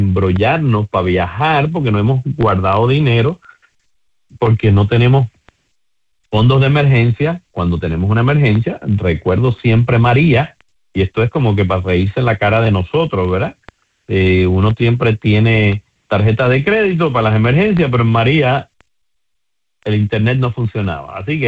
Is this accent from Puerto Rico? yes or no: yes; Puerto Rico; Tal vez somos nosotros los puertorriqueños, tal vez sucede en todos lados